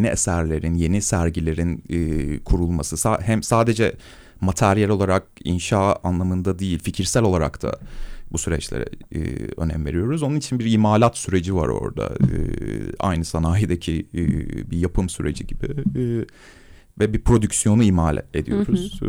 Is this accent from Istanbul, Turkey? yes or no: no; Bursa, Turkey; Evet, ailem Bursalı.